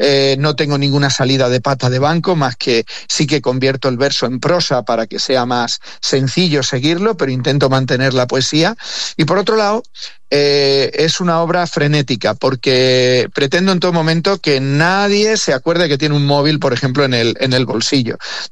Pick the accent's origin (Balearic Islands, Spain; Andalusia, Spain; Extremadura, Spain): Extremadura, Spain